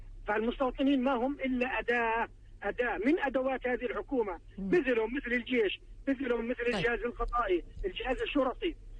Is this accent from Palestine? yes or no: yes; Palestine